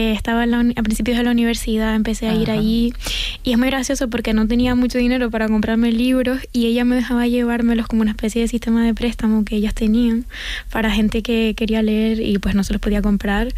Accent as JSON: {"language": "Spanish", "region": "Canary Islands", "country": "Spain", "tie": "born or raised there", "said": "siento que nos han contado siempre desde dentro y fuera de Canarias que nuestra forma de hablar es inadecuada y le tenemos que corregir"}